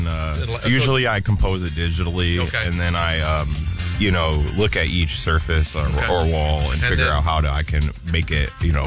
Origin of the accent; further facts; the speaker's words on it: Toledo, Ohio, United States; I grew up in West Toledo.